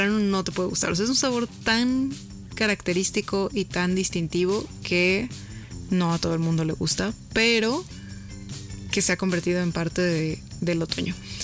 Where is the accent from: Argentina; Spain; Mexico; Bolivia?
Mexico; cómo esto nos da identidad como mexicanos